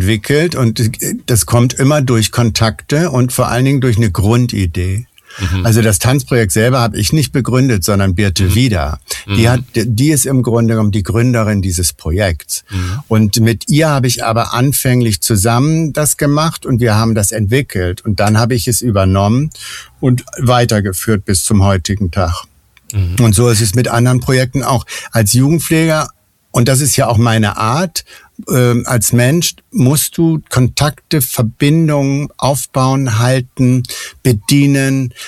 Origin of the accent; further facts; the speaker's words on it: Northern Germany, Germany; also born or lived in Munich; now in Sylt, Germany; Ich bin ja selber Norddeutscher und habe eigentlich die erste Hälfte meines Lebens eben damit verbracht, möglichst weit weg von zu Hause zu kommen. Und bin dann aber wieder zurückgekommen in den Norden, also aus München nach Sylt.